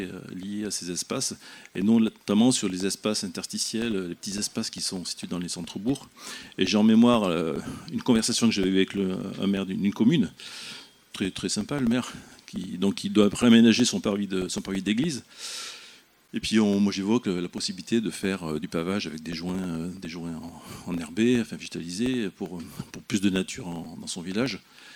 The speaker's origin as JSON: {"language": "French", "region": "Nouvelle-Aquitaine", "country": "France", "tie": "born or raised there", "said": "je suis originaire de Dordogne"}